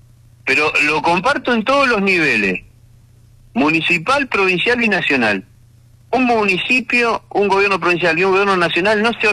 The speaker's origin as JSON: {"language": "Spanish", "region": "Neuquén", "country": "Argentina", "said": "porque estamos en Neuquén, nosotros somos neuquinos"}